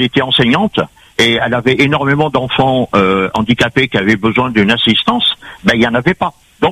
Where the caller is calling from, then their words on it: Antony, Île-de-France, France; moi, je suis à côté d'Antony, donc c'est dans les Hauts-de-Seine, dans le sud de Paris